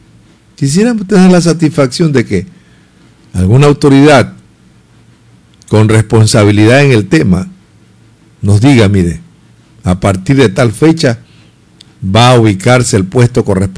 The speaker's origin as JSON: {"language": "Spanish", "region": "Esmeraldas", "country": "Ecuador", "tie": "born there", "said": "yo soy nacido en esta tierra. Me importa mi tierra."}